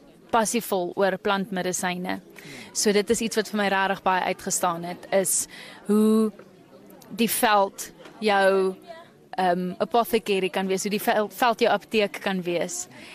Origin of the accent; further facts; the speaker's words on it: Windhoek, Khomas, Namibia; Ek is 27, ek is gebore en groot geword in Windhoek, maar my familie kom van Gobabis af. Ek is eintlik 'n